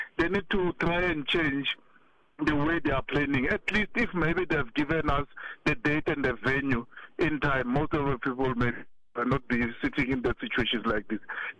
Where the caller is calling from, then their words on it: South Africa; from Mabupan.